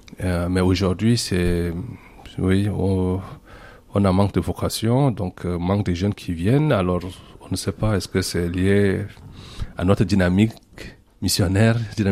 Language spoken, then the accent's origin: French; Chad; moved away as an adult; now in Lourdes, France; donc je suis originaire du Tchad et je suis missionnaire Oblat de Marie Immaculée.